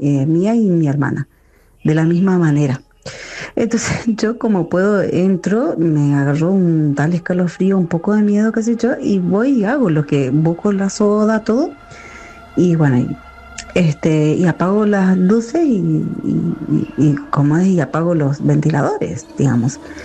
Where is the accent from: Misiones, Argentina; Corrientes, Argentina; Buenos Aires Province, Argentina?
Corrientes, Argentina; born there; moved away; also born or lived in Chos Malal, Neuquén; También en la casa de la infancia, que era en Corrientes Capital.